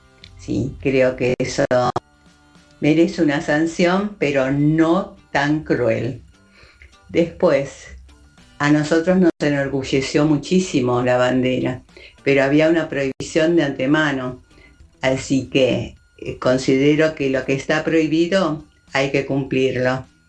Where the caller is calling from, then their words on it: Claypole, Buenos Aires Province, Argentina; soy de Claypole.